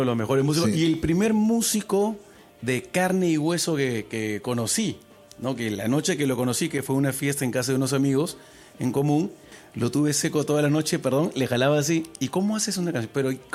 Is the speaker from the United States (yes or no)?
no; Peru; Bien peruano, como la papa